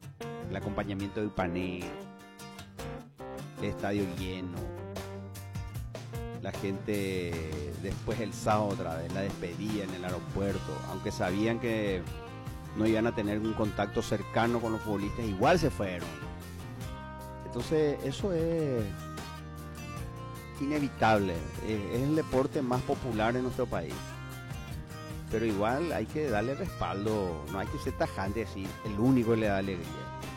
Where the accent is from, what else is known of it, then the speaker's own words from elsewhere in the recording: Paraguay; No entiendo mucho de eso, pero como paraguayo disfruto.